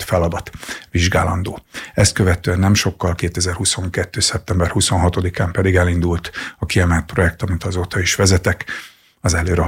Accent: Paks, Tolna, Hungary; Paksiként

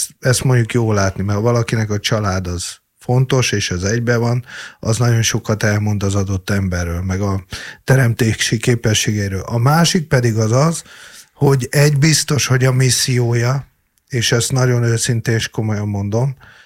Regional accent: Hungary; Mi magyarok vagyunk

